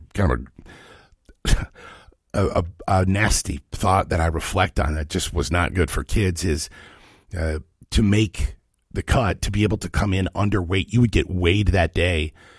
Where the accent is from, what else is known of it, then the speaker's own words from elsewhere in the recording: Ohio, United States; When I grew up in Ohio